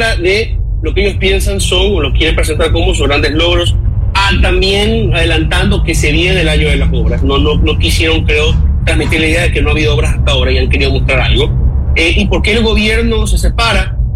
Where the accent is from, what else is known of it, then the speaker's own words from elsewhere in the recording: Guayaquil, Guayas, Ecuador; Me preocupa como guayaquileño